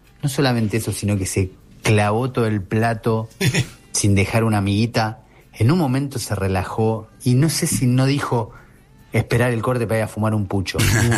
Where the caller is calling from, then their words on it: Buenos Aires, Argentina; de Caballito